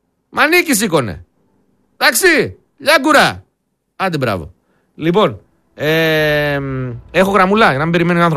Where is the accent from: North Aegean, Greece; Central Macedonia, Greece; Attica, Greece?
Central Macedonia, Greece; Thessaloniki; εγώ που είμαι Θεσσαλονικιός